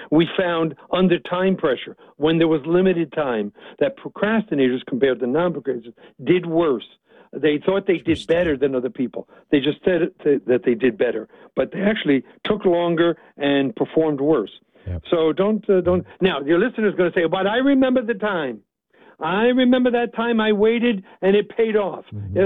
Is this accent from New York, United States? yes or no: yes; New York, United States; I'm from New York, so I can do this.